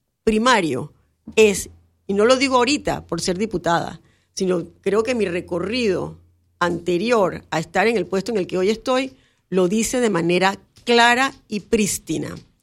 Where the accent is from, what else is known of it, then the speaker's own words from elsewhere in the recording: Panama; todos somos panameños.